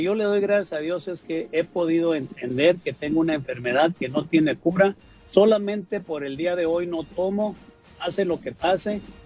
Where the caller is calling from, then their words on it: Oxnard, California, United States; En Oxnard, California.